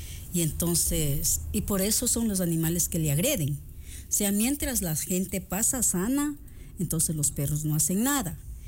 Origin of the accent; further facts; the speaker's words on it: Quito, Pichincha, Ecuador; now in Baños, Ecuador; yo vine de Quito por mi madre, de las cuales yo me quedé. Entonces, lo que me dedico yo es, yo tenía mi negocito aquí en Baños, después me fui a Río Verde.